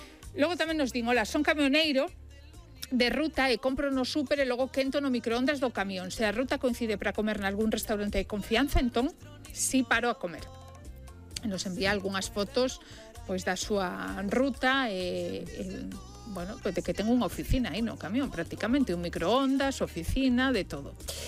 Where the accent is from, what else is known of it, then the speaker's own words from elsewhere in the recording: Cervo, Galicia, Spain; Bo día, equipo … de Cervo.